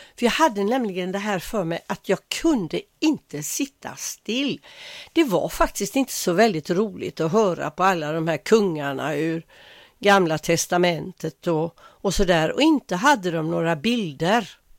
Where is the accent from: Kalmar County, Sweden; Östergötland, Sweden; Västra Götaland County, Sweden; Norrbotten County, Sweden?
Västra Götaland County, Sweden; Gothenburg; Jag är göteborgare av födsel och ohejdad vana. Men jag har gjort lite utflykter här och där i mitt liv. Om inte annat så har jag ju varit på min sommarö Kalvsund. Jag har varit i Mölndal lite då och då.